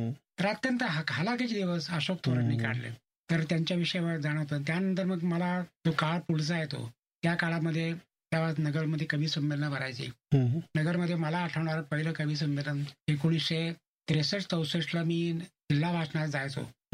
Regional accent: Maharashtra, India; also born or lived in Nevasa; माझं गाव रुद्धेश्वर देवस्थान जवळ

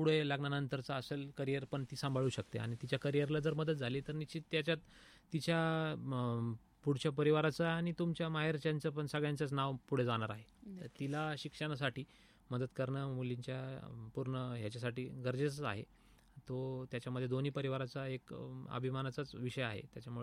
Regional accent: Ahmednagar, Maharashtra, India; suppose आपण नगरची लोकं पुण्याला जातो

